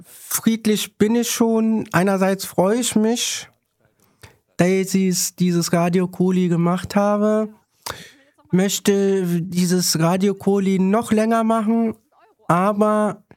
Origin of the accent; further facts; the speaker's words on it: Turkey; Ich komme, Gott sei Dank, aus der Türkei.